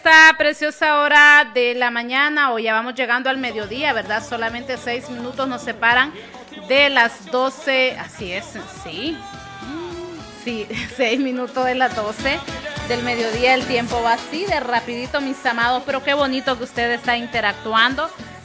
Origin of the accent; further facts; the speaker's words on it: Honduras; nuestra amada Honduras